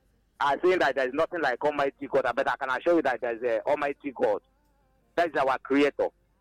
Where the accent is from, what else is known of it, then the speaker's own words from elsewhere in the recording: Ebonyi, Nigeria; I'm reaching you from my hometown here in Nkomoro, in the Ezekon Autonomous Community, in Inyaba, the main center of Ebonyi State.